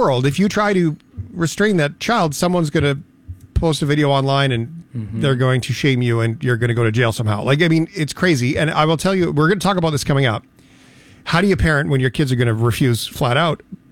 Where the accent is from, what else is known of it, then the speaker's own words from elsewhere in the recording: Ottawa, Ontario, Canada; now in Merrickville, Canada; I'm in the village of Merrickville, just south of the city, where it's still nice here. If you're in Ottawa, let me serve my hometown briefly.